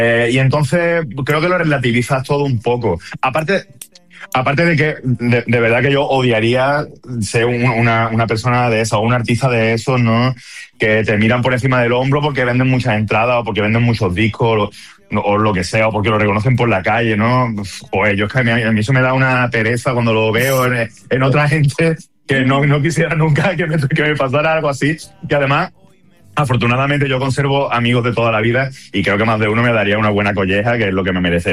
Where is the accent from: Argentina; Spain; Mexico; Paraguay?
Spain; Málaga, Andalusia